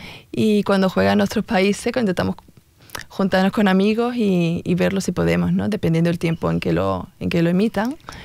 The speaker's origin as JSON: {"language": "Spanish", "country": "Spain", "moved": "yes", "lives_now": "Australia", "said": "yo soy de España. Ah, vale, entonces no eres australiana. Sí, también soy australiana."}